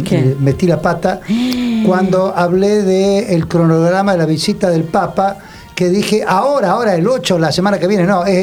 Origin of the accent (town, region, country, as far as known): Sunchales, Santa Fe, Argentina